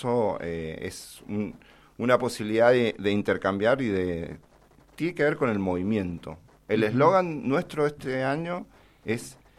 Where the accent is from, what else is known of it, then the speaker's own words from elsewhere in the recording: San Carlos, Mendoza, Argentina; now in Mendoza, Argentina; pues yo vivo en la ciudad de Mendoza, pero justamente soy de San Carlos.